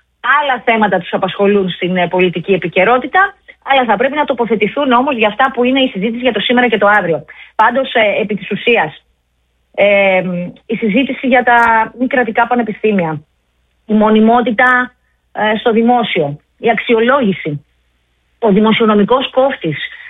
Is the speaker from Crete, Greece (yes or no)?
no; Grevena, Western Macedonia, Greece; στην περιοχή των Γρεβενών, για παράδειγμα, που είναι το χωριό μου